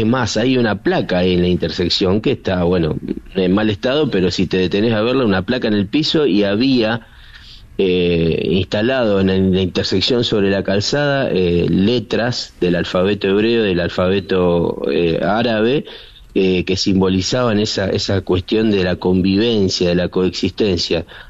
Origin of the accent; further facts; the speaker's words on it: Lebanon; viniendo de mi patria, de mi país, con todos los conflictos regionales que atraviesa el Líbano, que hoy en día tenemos con Israel, tenemos un conflicto ocupado en nuestro territorio